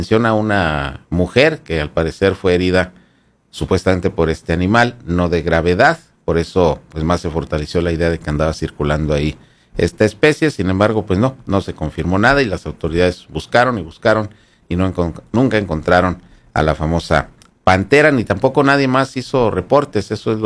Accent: Mexico; ya sabe cómo somos los mexicanos

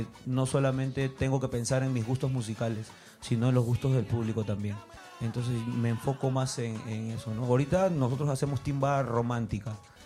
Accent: Lima, Peru; Yo soy de La Victoria.

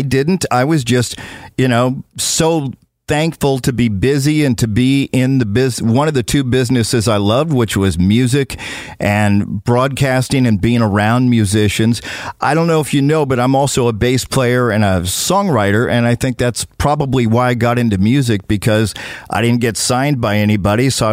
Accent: California, United States; I grew up in the East Bay.

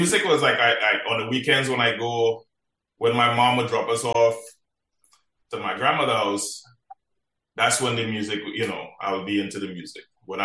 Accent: Marabella, Trinidad & Tobago; also born or lived in Moruga; So I spent a couple of years up there. But growing up in Marabella, I wasn't really into the music like that. I was just a normal kid, just running around playing football

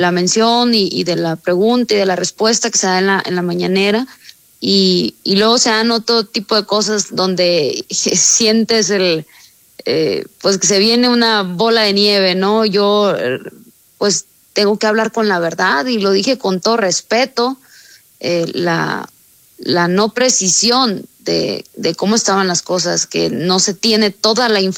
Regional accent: Sinaloa, Mexico

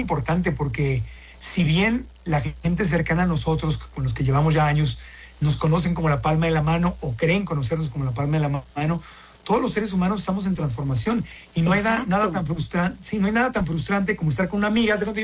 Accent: Acapulco, Guerrero, Mexico; yo tengo casa en Acapulco, mi abuelita es de Acapulco, yo crecí en Acapulco.

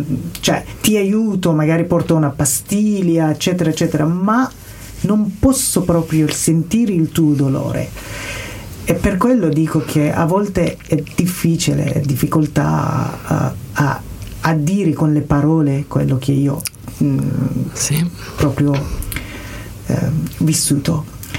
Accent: Afghanistan; Italian is a second language; moved away as an adult; now in Italy; di scappare proprio dal mio paese, perché se rimanevo proprio in Afghanistan sono sicuro che succedeva una cosa per la mia vita. Per questa io ho deciso di lasciare.

